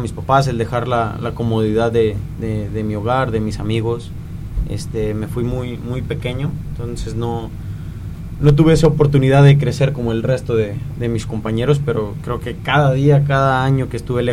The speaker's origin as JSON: {"language": "Spanish", "town": "Sombrerete", "region": "Zacatecas", "country": "Mexico"}